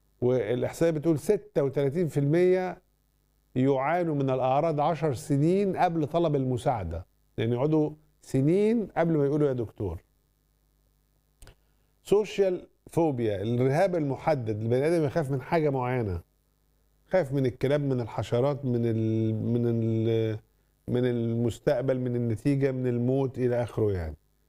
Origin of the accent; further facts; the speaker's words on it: Egypt; احصائيات ما عندناش في مصر